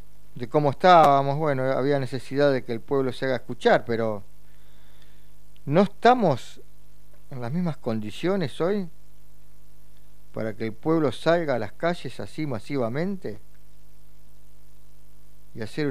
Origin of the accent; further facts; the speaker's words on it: Argentina; Y nos concientizamos de lo que nos pasa como argentinos, ¿no? Como ciudadanos de este país